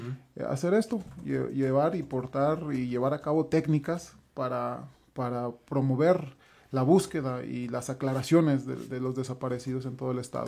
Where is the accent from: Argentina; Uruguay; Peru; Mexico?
Mexico; Lagos de Moreno, Jalisco; Sí, yo soy de Lagos de Moreno originario.